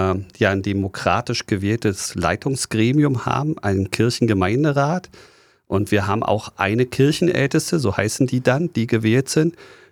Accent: Berlin, Germany; moved away as an adult; also born or lived in Wokuhl, Mecklenburg; now in Rostock, Germany; Früher, so am Anfang, war ich in einem ziemlich großen Dorf. Also da komme ich her, aus Berlin, aus dem Prenzlauer Berg. Da bin ich groß geworden.

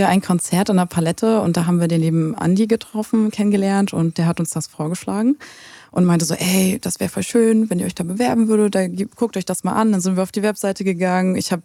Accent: Goldberg, Mecklenburg-Vorpommern, Germany; Wir sind aus Goldberg, genau, das haben wir gar nicht erwähnt. Ja, da bei Güstrow.

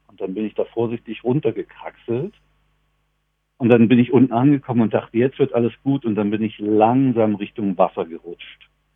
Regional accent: Dessau, Saxony-Anhalt, Germany; Nee, das war in Dessau, wo ich herkomme.

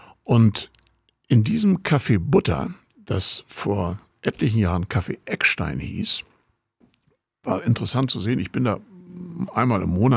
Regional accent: Rostock, Mecklenburg-Vorpommern, Germany; now in Berlin, Germany; Ich komme ja aus Berlin, das wissen vielleicht die meisten. Oder ich komme nicht aus Berlin, ich komme aus Rostock, aber ich wohne da, ich bin schon ganz lange weg.

